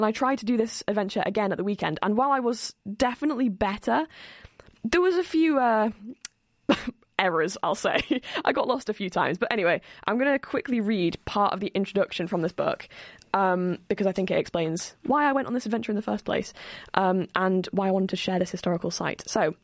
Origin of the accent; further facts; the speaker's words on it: Sheffield, Yorkshire and the Humber, United Kingdom; I personally say genel. I'm from Sheffield and I say genel. I don't know whether that's what most Sheffielders call it